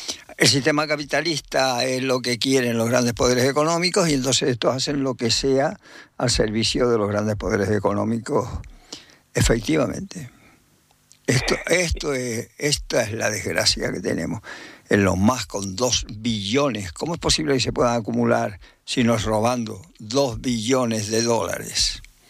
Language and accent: Spanish; Tenerife, Canary Islands, Spain; born there; also born or lived in Guatiza, Lanzarote; yo soy de Lanzarote, pues en Guatiza, yo me acuerdo que yo, bueno, cuando iba de vacaciones, porque yo estuve de los 3 años aquí en Tenerife